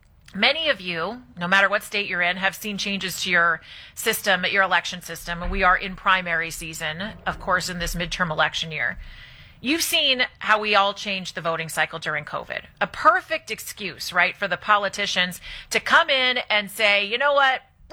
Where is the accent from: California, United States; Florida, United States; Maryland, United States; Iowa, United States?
California, United States; Los Angeles; Okay, in Los Angeles, my hometown, that's where Alex Marlowe sits.